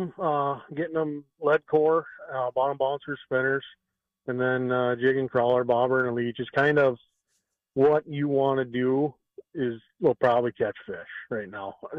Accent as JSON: {"language": "English", "region": "Minnesota", "country": "United States", "tie": "born or raised there", "lives_now": "Alexandria, United States", "said": "And growing up on Sauk Lake there, we bass fishing was more of our thing. And moving to Alec, I was still a bass fisherman."}